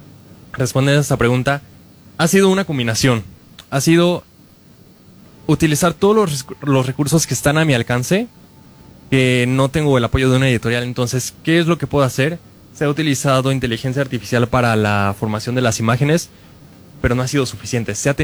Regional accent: Puebla, Mexico; Yo soy de Puebla. Si están en Puebla, si están en Ciudad de México, si están en Pachuca, si están en Guadalajara, en estos lugares son los que estoy contemplando para hacer presentaciones de libro.

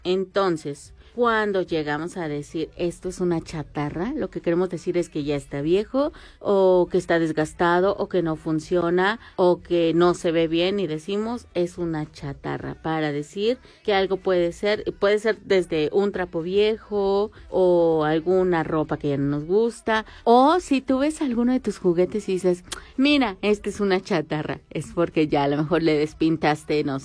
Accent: Mexico; luego pasó a nosotros que somos mexicanos.

